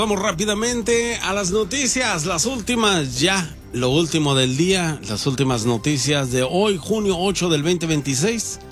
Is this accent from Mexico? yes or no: yes; Guadalajara, Jalisco, Mexico; Así es, mi compa, en mi tierra natal, que fue un sold out.